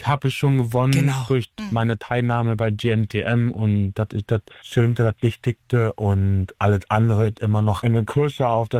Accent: Neubrandenburg, Mecklenburg-Vorpommern, Germany; Na klar, bleibt Neubrandenburg in meiner Heimatstadt im Herzen auch vor allem, weil meine Familie wohnt ja dort.

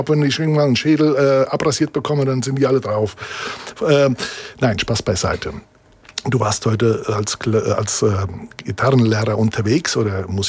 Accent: Germany; born there; German is a second language; also born or lived in Italy; ich bin seit 1969 in Deutschland, bin zwar in Italien geboren, habe auch hier mein Abi machen dürfen, aber ich habe immer noch Schwierigkeiten mit der deutschen Sprache.

